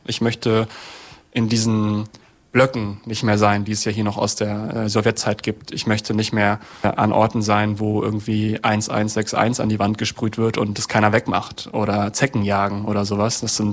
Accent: East Germany, Germany; now in West Germany; das erste Mal gemerkt, dass ich Ossi bin, als ich im Westen war.

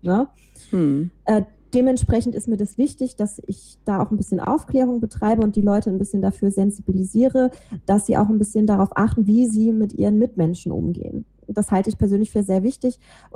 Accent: Rhineland, Germany; accent: Rhinelandic dialect; ich bin halt nun mal im Rheinland aufgewachsen

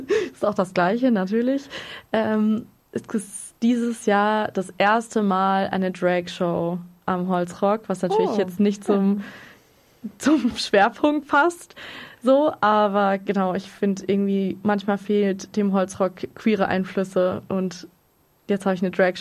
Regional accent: Lörrach, Baden-Württemberg, Germany; now in Freiburg, Germany; weil ich bin aus Lörrach und kannte das Café Irrlicht nicht wirklich, was ja irgendwie da so ein bisschen mit verbandelt ist, zumindest politisch würde ich jetzt mal sagen. Und bin dann nach Freiburg gezogen

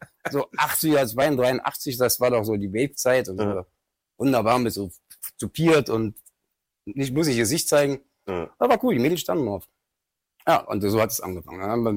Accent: Berlin, Germany; Geboren in Schöneberg, groß geworden in Kreuzberg.

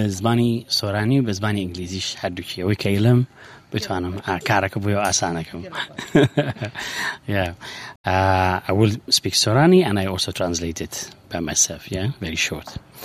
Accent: Sulaymaniyah, Kurdistan Region, Iraq; English is a second language; moved away as an adult; also born or lived in Sweden; now in London, United Kingdom; I'm from Bashur in Kurdistan in the city of Slemani. I born there, I grew up, I studied music, I studied violin, and then I moved to Sweden in 2002

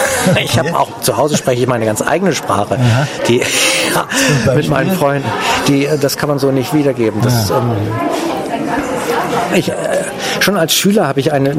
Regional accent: Northern Germany, Germany; born or raised there

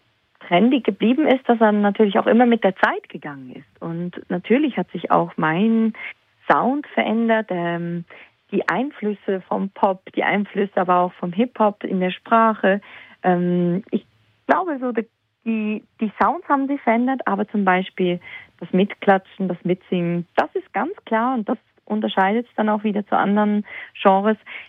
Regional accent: Switzerland; ich bin in der Schweiz geboren, in der Schweiz aufgewachsen.

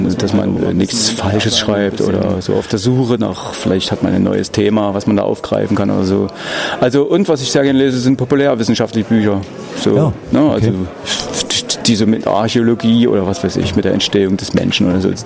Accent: Dresden, Saxony, Germany; Ich bin Dresdner

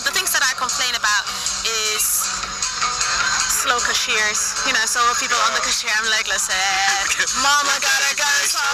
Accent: Germany; my parents are from Ethiopia, and I grew up quite poor in Germany

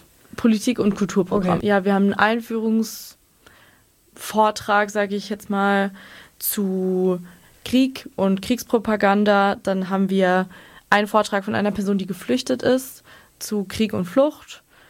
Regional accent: Lörrach, Baden-Württemberg, Germany; now in Freiburg, Germany; weil ich bin aus Lörrach und kannte das Kaffee-Irrlicht nicht wirklich

